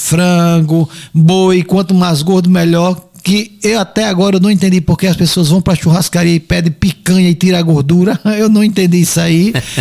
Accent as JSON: {"language": "Portuguese", "region": "Alagoas", "country": "Brazil", "lives_now": "Coruripe, Brazil", "said": "eu tô morando em Cururipe, que na verdade a minha eu sou do litoral, né? Eu não sou do Agreste nem do Sertão, sou do litoral. Então a gente mora lá e mora também em São Sebastião."}